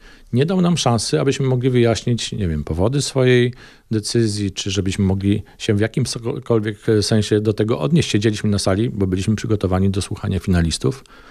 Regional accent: Przemyśl, Subcarpathian Voivodeship, Poland; Natomiast ja pochodzę z Przemyśla. Miasta bardzo blisko umiejscowionego od ukraińskiej granicy. To jest 14 kilometrów od centrum miasta do granicy.

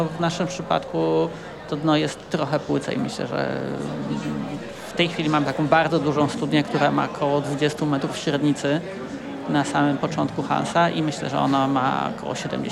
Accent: Subcarpathian Voivodeship, Poland; moved away; wychowałem się w Bieszczadach

